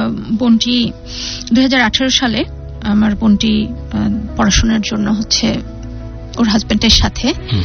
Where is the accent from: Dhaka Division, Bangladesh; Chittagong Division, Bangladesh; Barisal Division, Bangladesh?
Barisal Division, Bangladesh; Patuakhali; আমার দেশের বাড়ি পটুয়াখালী।